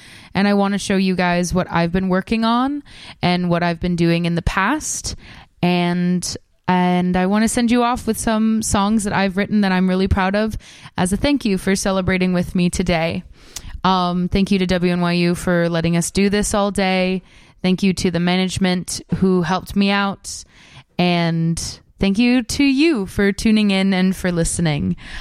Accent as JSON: {"language": "English", "region": "Hawaii", "country": "United States", "said": "I am an Indigenous musician myself. I am Native Hawaiian. I'm Kanaka Maoli."}